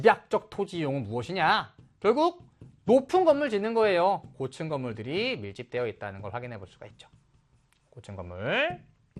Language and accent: Korean; Seoul, South Korea; born there; 저도 제가 서울에서 강서구에서 태어나서 노원구 살다가 강동구 살고 있거든요. 외곽만 돌고 있습니다.